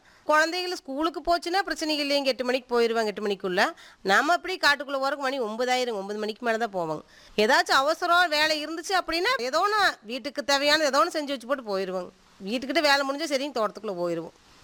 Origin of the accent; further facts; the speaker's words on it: Tamil Nadu, India; நாங்கள் பிறந்தது இதே மலைப்பழையுமே தானுங்க. படித்தது பார்த்துட்டிங்கன்னா செஞ்சேரி மலை ஸ்கூலில். நாங்கள் கல்யாணம் பண்ணது இதே ஊரில் தான், மலைப்பழத்துலேயே தான்.